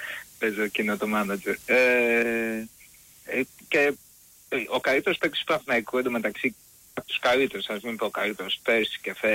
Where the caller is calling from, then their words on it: Patras, Western Greece, Greece; είμαι από την Πάτρα